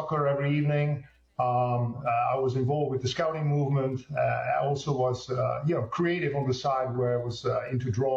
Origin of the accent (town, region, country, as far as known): eastern Netherlands, Netherlands; born or raised there; moved away